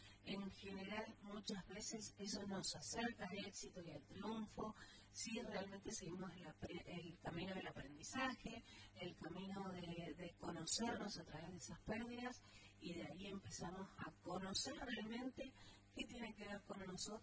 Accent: Argentina; Más allá de como argentinos que perdemos, ¿qué perdemos como personalmente?

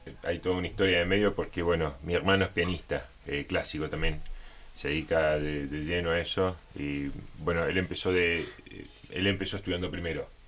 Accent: Córdoba, Argentina; now in Buenos Aires, Argentina; Fui limpiando un poquito el acento.

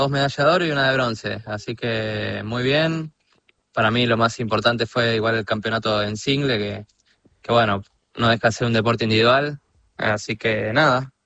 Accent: La Plata, Buenos Aires Province, Argentina; Yo soy de La Plata, de La Plata.

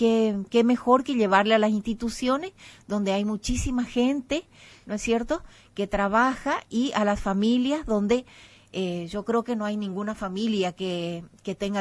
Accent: Las Lomitas, Formosa, Argentina; ni yo que soy de Las Lomitas

